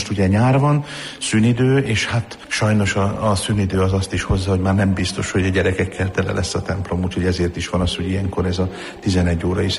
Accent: Šamorín, Trnava Region, Slovakia; moved away as an adult; also born or lived in Vojka nad Dunajom (Vajka), Slovakia; now in Mosonmagyaróvár, Hungary; Én felvidéki vagyok, én Somorjáról, illetve hát igazából Vajkáról származom, tehát itt nem is olyan messze a Duna túloldaláról, tehát én itt Dunaparton is maradtam ilyen értelemben papként is, és később, amikor, tehát onnét származom, de 4 éves korunkban költöztünk Somorjára

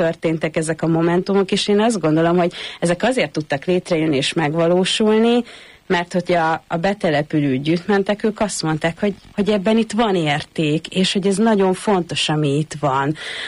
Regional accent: Borsod-Abaúj-Zemplén, Hungary; konkrétan a mi házunk mögött nincsen kerítés, ahol felnőttem, hanem ott így kezdődik a bükk. Osztszevasz. És akkor így mész kilométereket, mire Diósgyőrbe lyukadsz ki.

